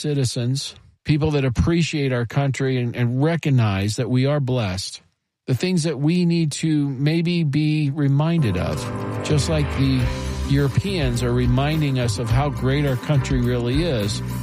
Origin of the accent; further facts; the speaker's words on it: United States; born there; I'm first-generation American. … is a Hungarian name. I was born here in the United States. My dad escaped from Hungary in 1956.